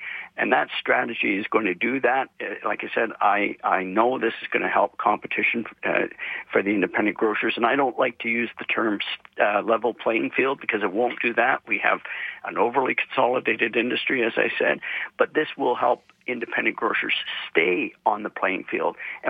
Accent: Canada; I'm saying as a Canadian

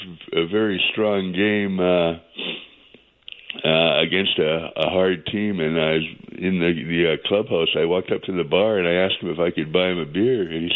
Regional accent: Steveston, British Columbia, Canada; Yes, Rob. I'm also formerly from Steveston.

